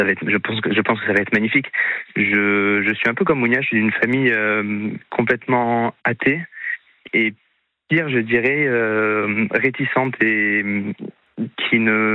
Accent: Bordeaux, Nouvelle-Aquitaine, France; Non, alors je suis de Bordeaux.

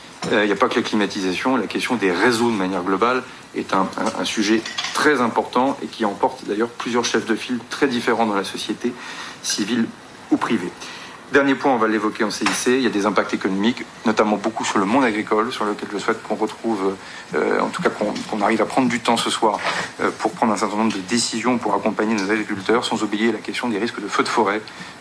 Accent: Normandy, France; now in Vernon, France; comme on dit chez moi en Normandie

